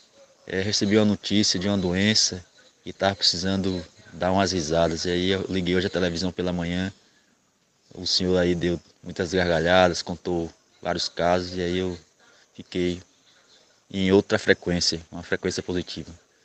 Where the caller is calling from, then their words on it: Bahia, Brazil; Aqui eu falo da Bahia